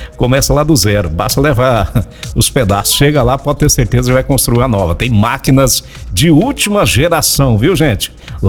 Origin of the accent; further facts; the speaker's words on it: Abadia de Goiás, Goiás, Brazil; also born or lived in Goiatuba; Minha cidade natal, que é Goiatuba, né? Eita! Cidade de Abadia de Goiás também, onde eu me criei, né? Bem pertinho de Goiânia aí também.